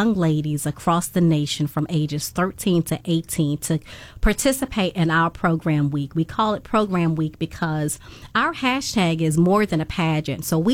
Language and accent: English; Farmville, Virginia, United States; most people laugh when I say I'm from Farmville. Yes, it is farm, like a farm, Farmville, Virginia. You know, and I'm a country girl.